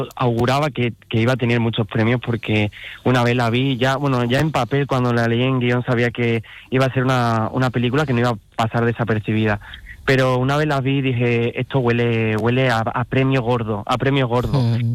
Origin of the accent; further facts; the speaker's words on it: Huelva, Andalusia, Spain; siempre llevaré a mi tierra, la que me ha visto crecer